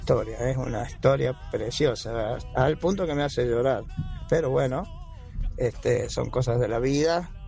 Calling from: Rincón de los Sauces, Neuquén, Argentina; te seguimos escuchando desde el Rincón de los Sauces, Neuquén.

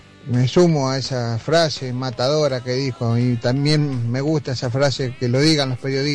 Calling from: Villa Constitución, Santa Fe, Argentina; soy de provincia de Santa Fe, Villa Constitución.

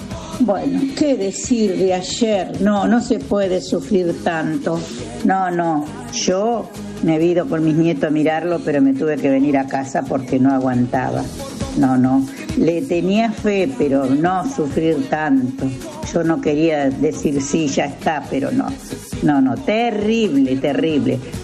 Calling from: Junín, Argentina

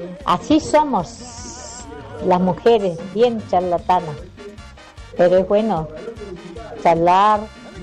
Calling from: Junín de los Andes, Neuquén, Argentina; quiero saludar a todo mi pueblo Junín de los Andes.

